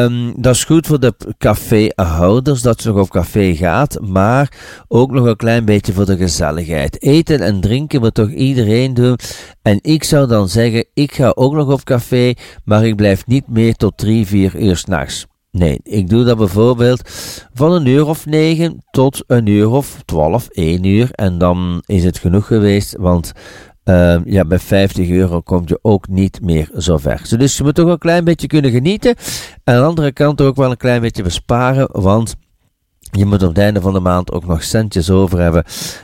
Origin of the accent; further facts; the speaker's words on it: Flanders, Belgium; zolang dat er bij ons in Vlaanderen of in België, of toch kortbij, geen oorlog is.